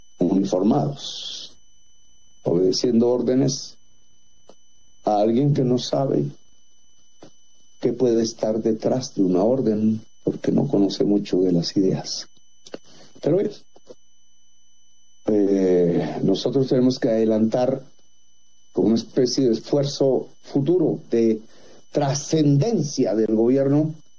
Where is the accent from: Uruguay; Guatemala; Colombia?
Colombia